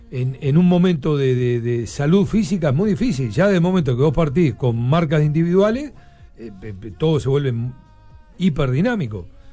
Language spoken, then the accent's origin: Spanish; Uruguay; No, nosotros somos uruguayos menos mal.